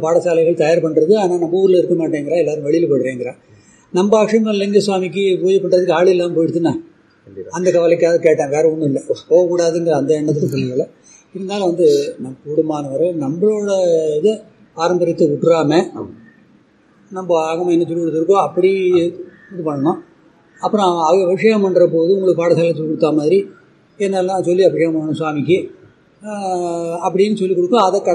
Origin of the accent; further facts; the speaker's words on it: Mayiladuthurai, Tamil Nadu, India; மயிலாடுதுறை தான் எனக்கு ஊர், அப்படி அங்கே தான் இருக்கேன்